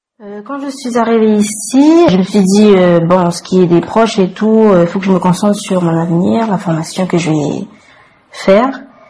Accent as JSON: {"language": "French", "town": "Canala", "region": "North Province", "country": "New Caledonia", "said": "j'ai 21 ans, je suis originaire de Kanala Ponérewan"}